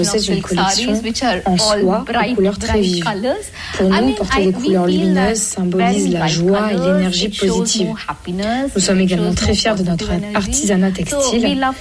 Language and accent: French; South India, India; je devais choisir le plat qui me rappelle le plus mon enfance, ce serait sans hésiter le masala dosa. Je viens du sud de l'Inde et dans ma région, c'est incontournable pour le petit déjeuner.